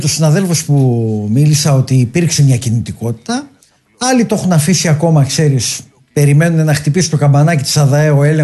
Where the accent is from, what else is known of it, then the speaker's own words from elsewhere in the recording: Greece; Απλά ως Έλληνας